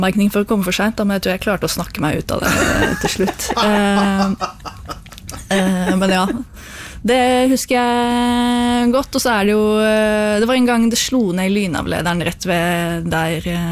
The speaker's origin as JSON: {"language": "Norwegian", "town": "Hvaler", "region": "Østfold", "country": "Norway", "tie": "born or raised there", "moved": "as an adult", "lives_now": "Oslo, Norway", "said": "bor jeg I Oslo, litt utenfor sentrum, vel å merke. Jeg må jo puste litt. Sånn, blitt litt mer bymenneske etter jeg flyttet fra Hvaler, men liker fortsatt litt landlig omgivelse."}